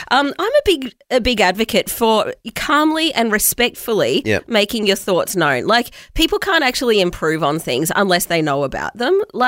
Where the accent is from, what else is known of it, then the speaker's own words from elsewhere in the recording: Australia; And you just need to say, mate, we're Australian. We don't do that, mate.